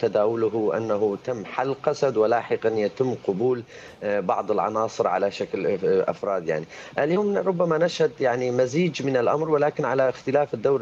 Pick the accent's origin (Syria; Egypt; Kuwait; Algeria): Syria; بالنسبة لي كسوري الآن، نحن في سوريا نعيش حالة مرحلة انتقالية